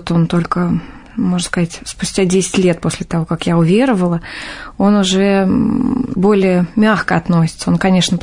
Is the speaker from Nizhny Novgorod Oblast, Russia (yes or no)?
no; Ivanteyevka, Moscow Oblast, Russia; born or raised there; moved away as an adult; also born or lived in Pereslavl-Zalessky; now in Moscow, Russia